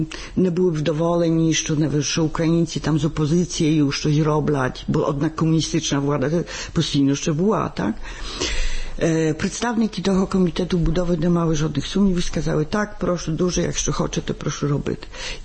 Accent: Poland; ми, тобто Поляки

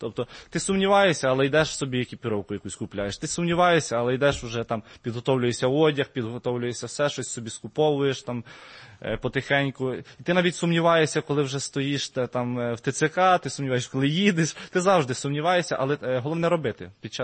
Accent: Vinnytsia, Vinnytsia Oblast, Ukraine; now in Odesa, Ukraine; Я сам з Вінниці.

